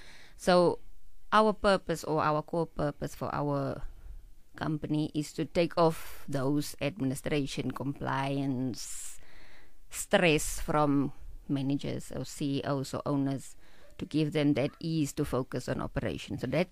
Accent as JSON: {"language": "English", "town": "Kuruman", "region": "Northern Cape", "country": "South Africa", "said": "as you guys maybe know, I'm from Kruman in the Northern Cape. We have a lot of mining sectors."}